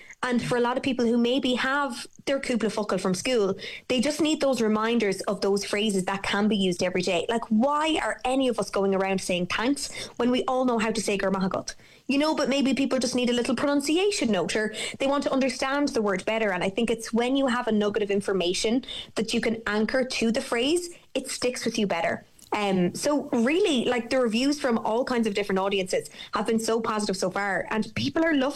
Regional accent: Midlands, Ireland; Growing up in the Midlands, Irish was a school subject. I went to an all-English school.

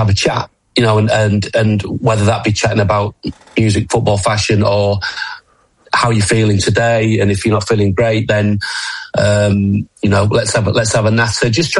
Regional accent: Yorkshire and the Humber, United Kingdom; I'm a Yorkshireman

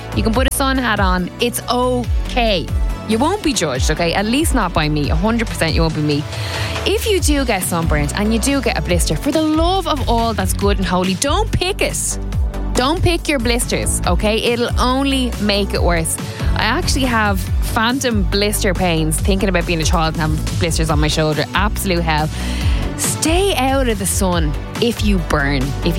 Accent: Ireland; because let's just remember, we are Irish, okay? We are in Ireland. And we're accustomed to the rain, and we're accustomed to the wind.

